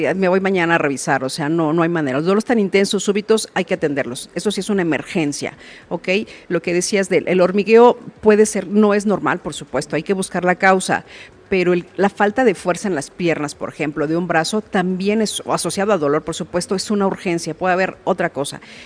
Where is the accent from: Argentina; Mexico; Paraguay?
Mexico; somos los mexicanos